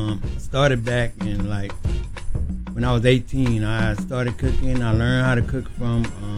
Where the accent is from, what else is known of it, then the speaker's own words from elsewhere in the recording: Texas, United States; moved away as an adult; I used to spend a lot of summers in Louisiana. I'm from Texas. I moved down here a couple of years ago